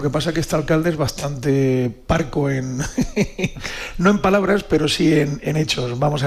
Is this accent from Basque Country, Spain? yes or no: no; Puertollano, Castilla-La Mancha, Spain; Y luego nos fuimos a nuestra Virgen de Gracia a entregarle el trofeo y darle las gracias, porque los buenos puertollaneros o puertollanenses de bien, pues para nosotros la Virgen de Gracia lo es todo.